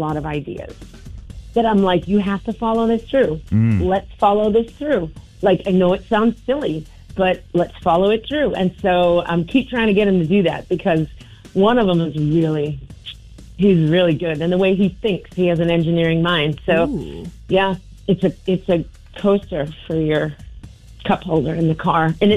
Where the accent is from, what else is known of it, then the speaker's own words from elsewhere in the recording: Massachusetts, United States; moved away; I grew up in Massachusetts